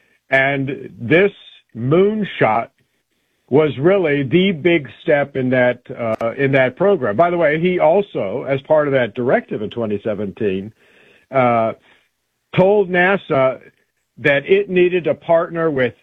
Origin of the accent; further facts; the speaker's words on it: Huntsville, Alabama, United States; I grew up in Huntsville, Alabama, known as Rocket City, USA